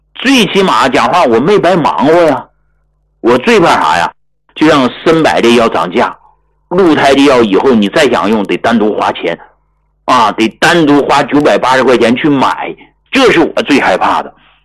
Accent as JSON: {"language": "Chinese", "region": "Yunnan", "country": "China", "said": "咱们云南人的骄傲张桂梅"}